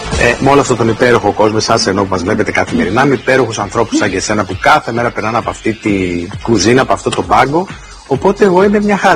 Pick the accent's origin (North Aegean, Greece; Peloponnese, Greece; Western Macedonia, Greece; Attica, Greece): North Aegean, Greece; Samos; τον τόπο μου, τη Σάμο